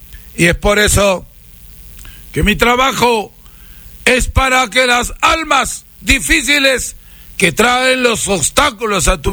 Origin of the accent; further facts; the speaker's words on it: Peru; now in Salcedo, Ecuador; tengo familiares, yo soy peruano